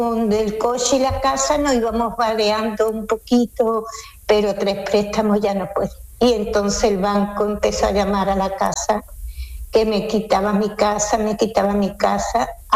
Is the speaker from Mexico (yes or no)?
no; Seville, Andalusia, Spain; now in Switzerland; Ah, pues yo soy de Sevilla, de la calle Federico Sánchez Bedoya